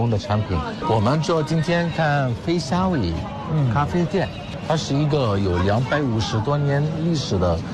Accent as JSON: {"language": "Chinese", "country": "Egypt", "said": "我们埃及"}